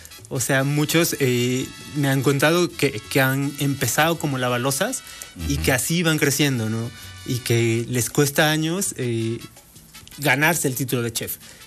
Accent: Puebla, Mexico; si nosotros viajamos a otro estado como poblanos, pues tenemos un paladar un poqui

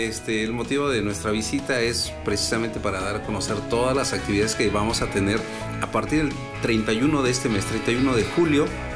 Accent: Santa María Coapan, Puebla, Mexico

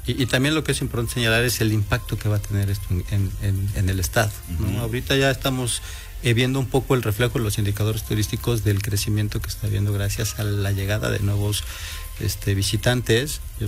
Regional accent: Puebla, Mexico; nuestro trabajo es dedicarnos a difundir todas estas grandes oportunidades que ya tenemos como poblanos

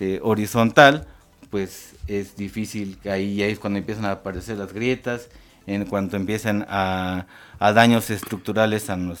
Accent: Jalacingo, Veracruz, Mexico; yo soy de Jalacingo y prácticamente es el mismo clima, muy, muy parecido.

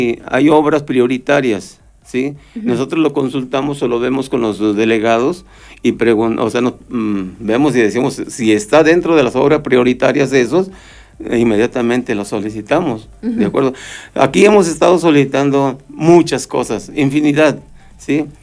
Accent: Amatitlán, Veracruz, Mexico; No es nada más Amatitlán, ¿eh? Pero yo me tengo que especificar en mi comunidad, en mi pueblo.

